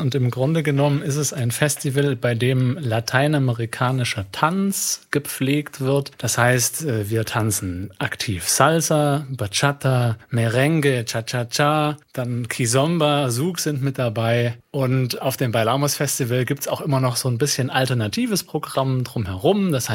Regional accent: Baden-Württemberg, Germany; born there; moved away as an adult; also born or lived in Cottbus; now in Chemnitz, Germany; Ich komme gar nicht ursprünglich aus Chemnitz, sondern ich bin gebürtiger Baden-Württemberger. Und dann hat es mich durch Zufall in den Osten verschlagen, habe erst einen kleinen Zwischenstopp in Cottbus gemacht, habe dann meine Partnerin hier in Chemnitz kennengelernt und bin seit 2021 hier in Chemnitz.

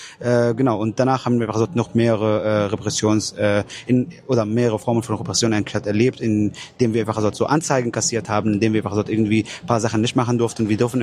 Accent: Palestine; weil die Palästinenser bzw. ich auch als Palästinenser haben das Recht eigentlich auf Rückkehr nach Palästina

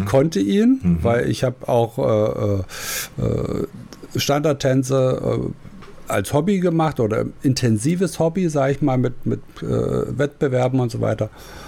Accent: Zwickau, Saxony, Germany; Ja, wir hatten eine Tanzschule bei uns in Zwickau und da gab es ein großes Kulturhaus.

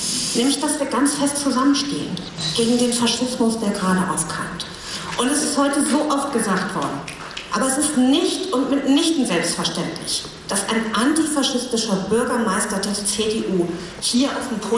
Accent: Buchholz in der Nordheide, Lower Saxony, Germany; ich bin in Buchholz groß geworden.

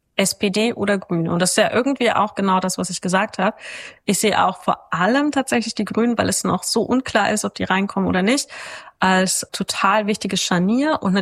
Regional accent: Wernigerode, Saxony-Anhalt, Germany; Wernigerode, da wo ich herkomme, auch.

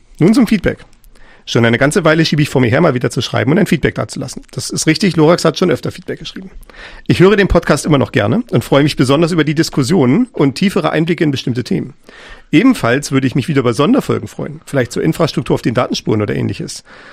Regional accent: East Germany, Germany; Wir sind auf jeden Fall in Ostdeutschland beheimatet.

